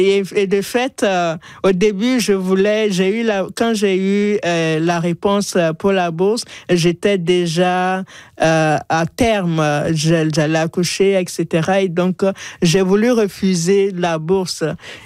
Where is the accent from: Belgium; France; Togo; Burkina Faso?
Burkina Faso; Ouagadougou, Centre; moved away as an adult; now in Ottawa, Canada; on continuait de m'appeler au pays. Ça, c'était à Ouaga, au Burkina